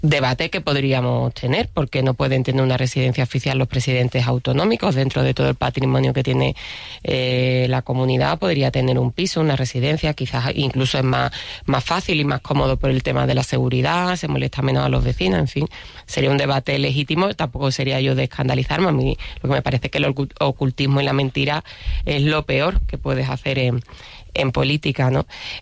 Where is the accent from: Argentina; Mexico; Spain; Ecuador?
Spain; Andalusia